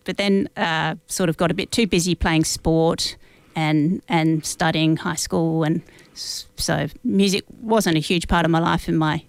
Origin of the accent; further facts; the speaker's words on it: Port Pirie, South Australia, Australia; I grew up in Port Pirie, which is a town near the Flinders Ranges in South Australia.